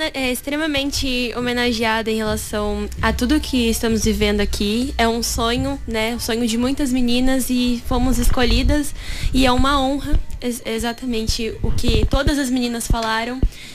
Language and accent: Portuguese; Avaré, São Paulo, Brazil; a cidade de Avaré, onde eu cresci, onde eu nasci e cresci.